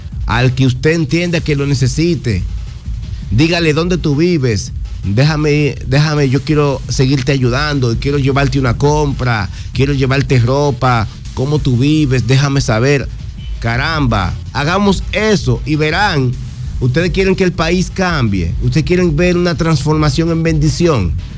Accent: San Cristóbal, Dominican Republic; Le hago un llamado a mi pueblo, a mi provincia San Cristóbal

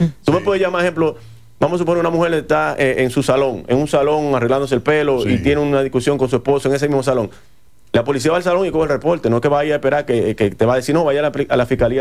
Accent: Dominican Republic; yo soy, sí, dominicano

